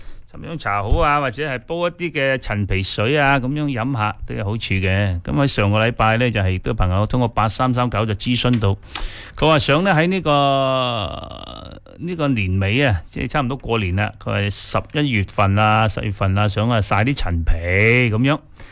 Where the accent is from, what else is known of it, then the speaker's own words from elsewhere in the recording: Guangdong, China; 我哋广东人